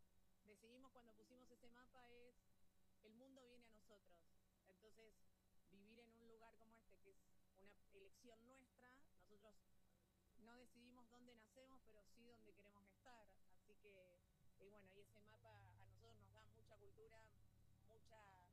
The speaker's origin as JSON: {"language": "Spanish", "town": "Zárate", "region": "Buenos Aires Province", "country": "Argentina", "tie": "born there", "moved": "as an adult", "lives_now": "Villa La Angostura, Argentina", "said": "Nosotros nacimos en Zárate, provincia de Buenos Aires."}